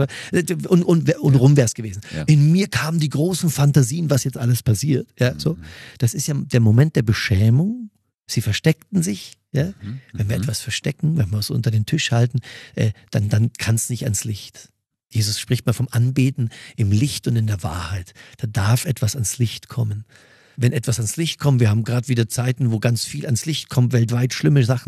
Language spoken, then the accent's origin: German; Mühldorf am Inn, Bavaria, Germany; du hast ja katholische Wurzeln, ich habe evangelische Wurzeln und ich komme aus Mühldorf am Inn, da waren wir ganz, ganz in der Unterzahl